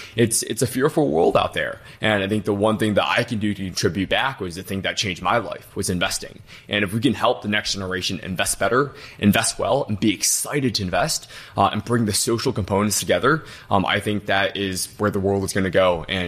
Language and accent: English; Detroit, Michigan, United States; Yeah. So born and raised in Detroit, my parents are immigrants. We didn't have a lot of money growing up.